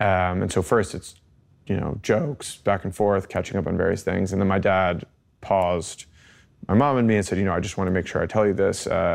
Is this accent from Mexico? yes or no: no; United States; And I'm an American journalist.